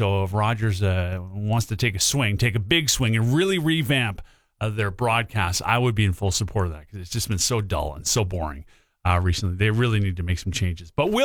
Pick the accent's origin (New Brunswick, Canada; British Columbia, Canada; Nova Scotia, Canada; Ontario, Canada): British Columbia, Canada; Vancouver; growing up in Vancouver